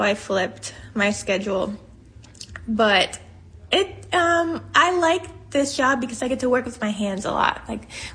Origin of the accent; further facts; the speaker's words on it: Senegal; moved away as an adult; also born or lived in Seattle / Alabama; now in Birmingham, Alabama, United States; I'm an oil painter. I grew up in Senegal in West Africa, and I moved to the States when I was 18 to go to art school in Seattle.